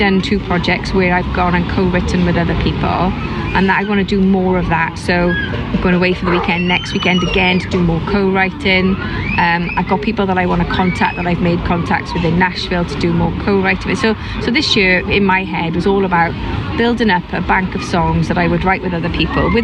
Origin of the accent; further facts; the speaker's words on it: Wales, United Kingdom; it was about my family and growing up in South Wales.